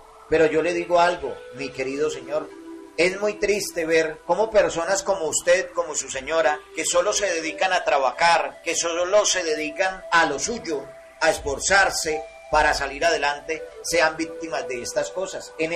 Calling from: Chocó, Colombia; soy de aquí de la Italia Chocó

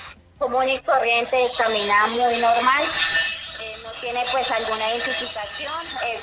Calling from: Cartago, Valle del Cauca, Colombia; De Cartago.

